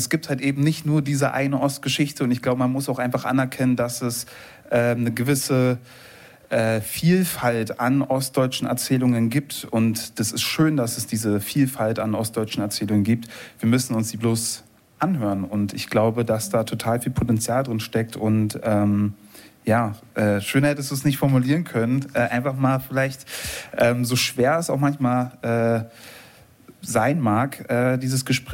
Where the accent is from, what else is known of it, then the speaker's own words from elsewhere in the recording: Eberswalde, Brandenburg, Germany; accent: Brandenburgerisch; moved away as an adult; now in Berlin, Germany; ein paar Jahre zwischen meinem Aufwachsen in Eberswalde und dem heute